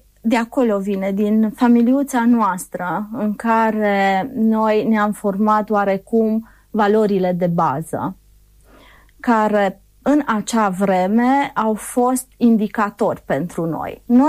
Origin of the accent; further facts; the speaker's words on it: Romania; m-am născut în România